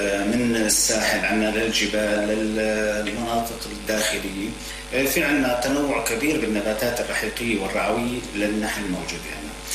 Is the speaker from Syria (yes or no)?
yes; Homs Governorate, Syria; موسم الياسون من المواسم الرئيسية اللي بيعتمد عليها النحال في إنتاج العسل في عنا في حمص.